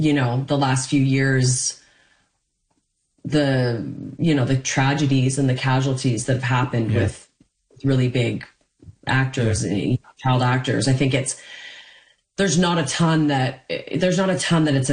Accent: Canada; because of my childhood and the way I was raised and being Canadian

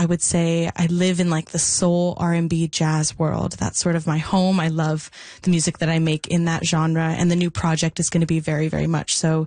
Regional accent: Mission, British Columbia, Canada; the Mission Folk Festival, my hometown folk festival

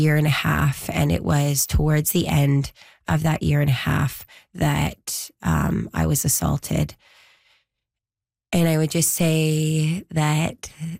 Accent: Vancouver, British Columbia, Canada; also born or lived in Fort St. John; I'm from Vancouver area, lower mainland.

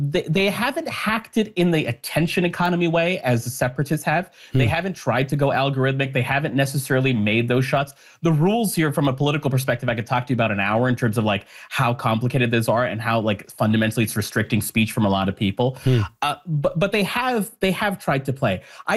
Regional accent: Canada; the narrative that makes me feel even stronger in my conviction of being Canadian.

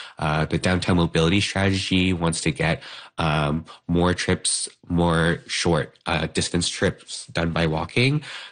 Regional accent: Toronto, Ontario, Canada; I'm originally from Toronto, and I've also been to other places abroad, like Montreal.

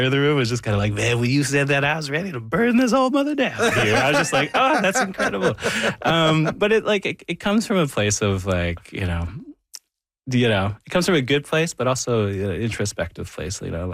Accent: Thunder Bay, Ontario, Canada; and I bring that back even to growing up in Thunder Bay

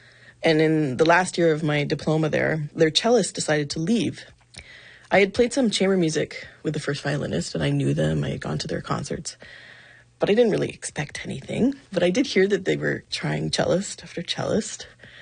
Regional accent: Canada; moved away as an adult; growing up in Canada.

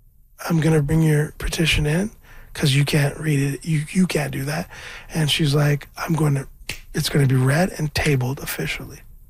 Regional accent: Scarborough, Ontario, Canada; I'm from Scarborough. I'm a rapper.

